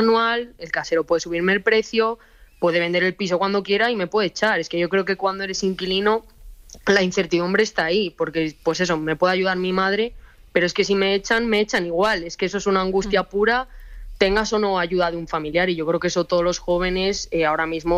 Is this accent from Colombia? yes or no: no; Ponferrada, Castile and León, Spain; lo único que espero es que no me toque volver a Ponferrada. O sea, lo siento mucho, quiero mucho mi tierra y me encanta volver momentáneamente